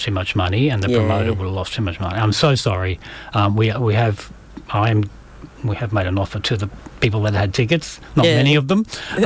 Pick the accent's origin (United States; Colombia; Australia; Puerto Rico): Australia; Brisbane, Queensland; moved away; Greg and I grew up in Brisbane, in Oxley.